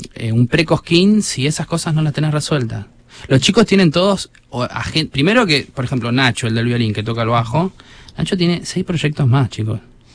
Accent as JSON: {"language": "Spanish", "region": "Santa Fe", "country": "Argentina", "said": "soy de Santa Fe"}